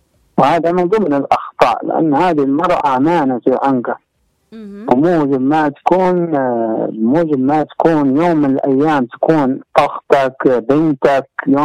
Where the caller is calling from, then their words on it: Hadramaut, Yemen; من حضرموت.